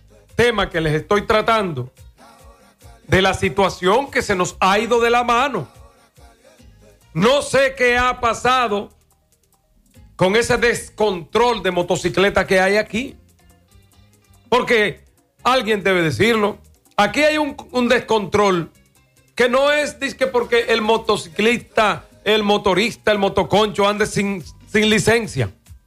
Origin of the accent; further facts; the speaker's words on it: Moca, Espaillat, Dominican Republic; aquí, de mi pueblo de Moca